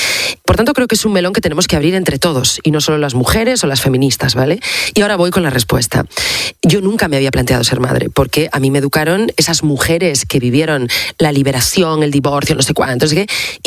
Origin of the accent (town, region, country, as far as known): Asturias, Spain; moved away